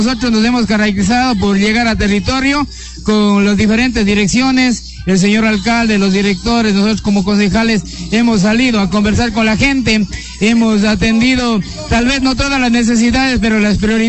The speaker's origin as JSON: {"language": "Spanish", "region": "Morona Santiago", "country": "Ecuador"}